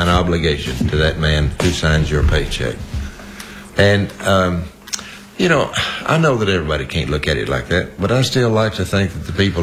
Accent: United States; I grew up in the Canadian River Country, where it was really boggy

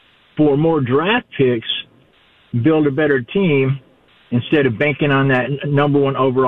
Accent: Wisconsin, United States; I grew up in Wisconsin

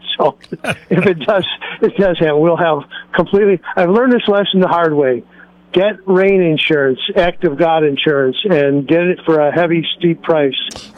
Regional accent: San Diego, California, United States; now in Huntington Beach, United States; I'm from San Diego. Now I'm in Huntington Beach.

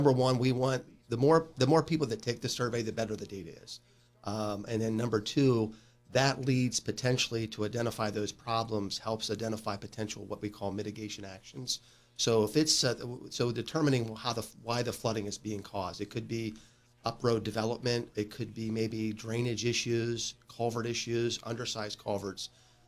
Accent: Pennsylvania, United States; I'm from Pennsylvania, live in PA, but I grew up in rural Fulton County

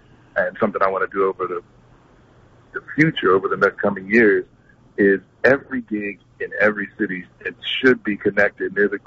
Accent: Philadelphia, Pennsylvania, United States; You know, one of the things about growing up in Philly that I really enjoyed was jazz education.

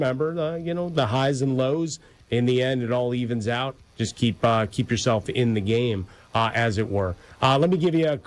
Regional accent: Chicago, Illinois, United States; But there was also the Mike Ditka that I loved growing up in Chicago

